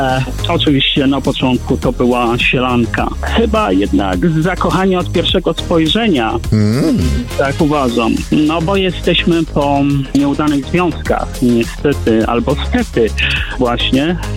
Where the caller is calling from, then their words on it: Łódź, Łódź Voivodeship, Poland; Ja mieszkam w Łodzi